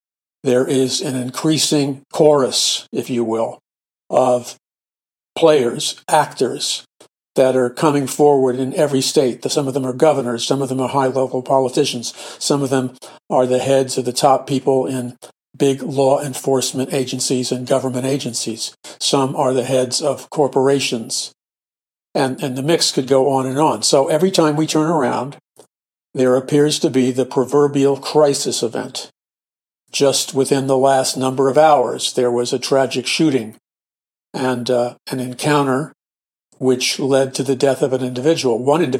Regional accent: New York City, New York, United States; All my life growing up in New York City

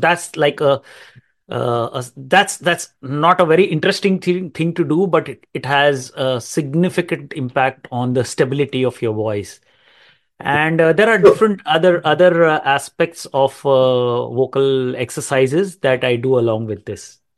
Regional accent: India; now in Canada; I'm originally from India. I've migrated here to Canada in 2014

